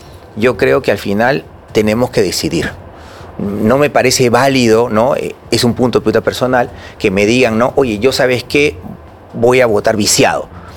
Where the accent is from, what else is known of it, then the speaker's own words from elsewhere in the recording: Peru; Eso nos ha hecho mucho daño como peruanos.